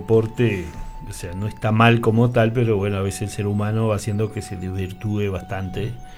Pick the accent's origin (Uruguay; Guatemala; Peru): Uruguay